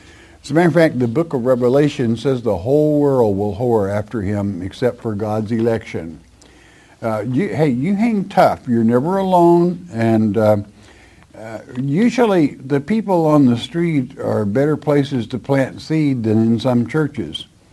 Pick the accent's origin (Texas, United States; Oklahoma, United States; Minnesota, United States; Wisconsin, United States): Oklahoma, United States; I grew up in what they call Tornado Alley. Born and raised in Oklahoma.